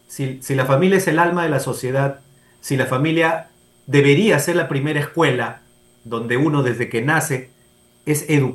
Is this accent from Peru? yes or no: yes; Peru; nosotros como padres peruanos